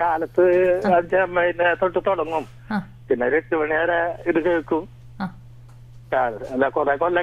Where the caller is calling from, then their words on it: Peringottukara, Kerala, India; Peringottukara. Kizhakkumuri.